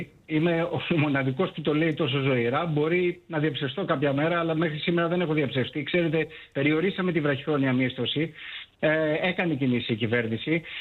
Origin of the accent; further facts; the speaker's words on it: Greece; το έχουμε σαν Έλληνες να αργούμε να παίρνουμε τις αποφάσεις.